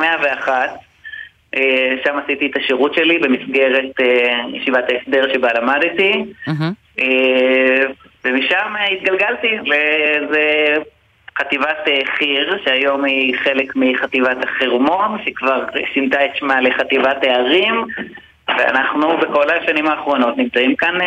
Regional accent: Kiryat Shmona, Northern District, Israel; אני נולדתי בקריית שמונה, בצל הקטיושות, זאת הייתה הילדות שלי

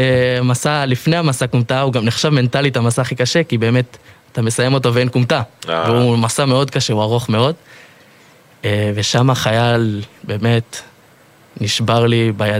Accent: Ma'ale Adumim, Judea and Samaria, Israel; אני מגיע ממעלה אדומים, שם גדלתי כל חיי, בן 22 כבר

